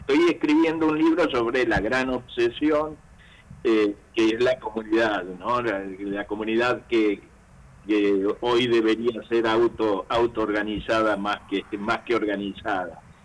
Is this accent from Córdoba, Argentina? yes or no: yes; San Francisco, Córdoba, Argentina; born there; yo soy cordobés.